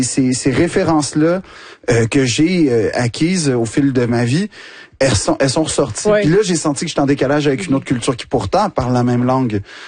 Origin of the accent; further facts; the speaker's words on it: Quebec, Canada; j'ai grandi dans l'Ouest Island. Puis ce qui veut dire que j'ai probablement grandi dans ce qui est le bastion anglophone du Québec carrément.